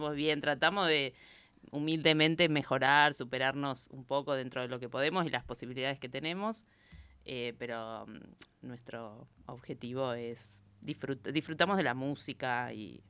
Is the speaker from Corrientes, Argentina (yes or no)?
no; Tres Arroyos, Buenos Aires Province, Argentina; born there; moved away; ponele 3 arroyos. Pero en realidad no. Nací en Buenos Aires. Hasta los 9 años viví en Buenos Aires.